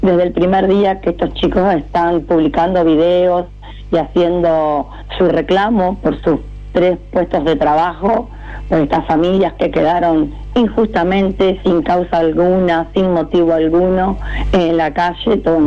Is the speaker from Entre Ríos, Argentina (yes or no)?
no; Fuentes, Santa Fe, Argentina; born there; now in Casilda, Argentina; yo soy nacida de Fuente